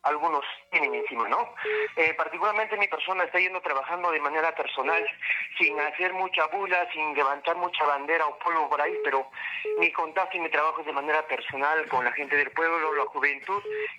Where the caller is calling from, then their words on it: San Salvador, Peru; del distrito de San Salvador